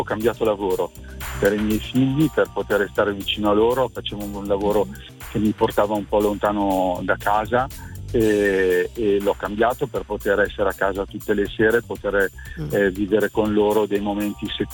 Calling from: Verona, Veneto, Italy; da Verona.

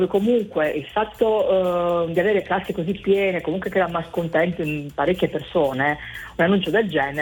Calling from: Friuli-Venezia Giulia, Italy; Provincia di Gorizia.

